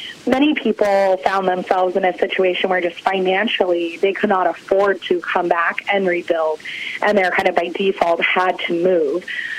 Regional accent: Maine, United States; Yeah, so I grew up in Maine, so very far removed from Katrina and the levee failure down in New Orleans.

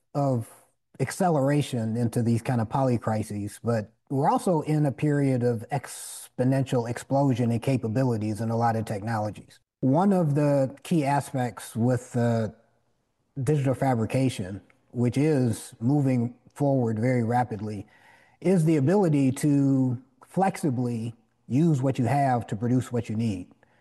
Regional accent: Detroit, Michigan, United States; Well, I grew up in Detroit in a very active family and community.

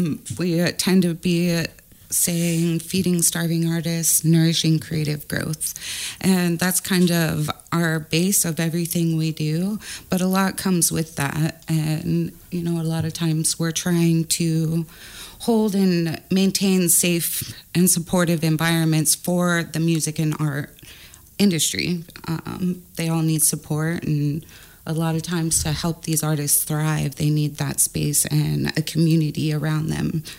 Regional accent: Santa Barbara County, California, United States; moved away as an adult; I am not from here. I was raised in Southern California, Santa Barbara County area, kind of, I guess, a little more closer to Central South California.

